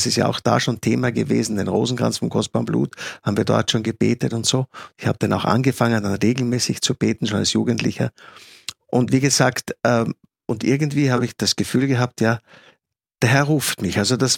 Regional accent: Styria, Austria; born there; Ich bin ja gebürtig aus der Steiermark, aus der Südoststeiermark.

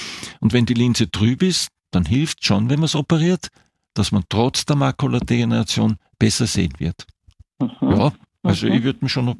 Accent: Graz, Styria, Austria; Nein, habe ich nicht. Ich bin aus Graz.

